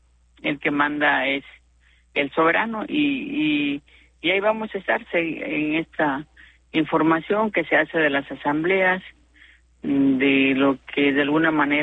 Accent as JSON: {"language": "Spanish", "country": "Mexico"}